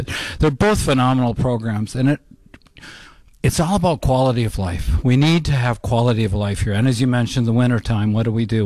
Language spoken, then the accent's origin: English; Minnesota, United States; now in North Dakota, United States; I actually live in North Dakota, but I came from Minnesota, but I've lived in North Dakota much longer.